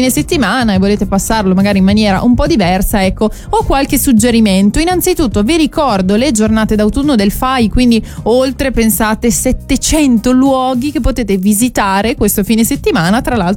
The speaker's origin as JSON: {"language": "Italian", "region": "Piedmont", "country": "Italy", "said": "e lo dico da piemontese."}